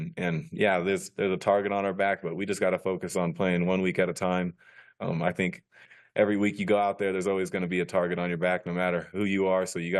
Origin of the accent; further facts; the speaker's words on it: California, United States; now in Utah, United States; growing up in California